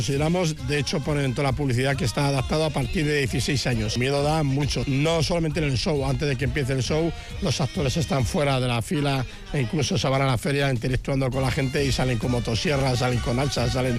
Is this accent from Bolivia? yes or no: no; Bilbao, Basque Country, Spain; born there; hemos vivido 18 años en la calle San Francisco. Cuando nosotros éramos pequeños, que mi padre se retiró un poco del mundo del circo, estuvimos 18 años viviendo ahí, estudiando ahí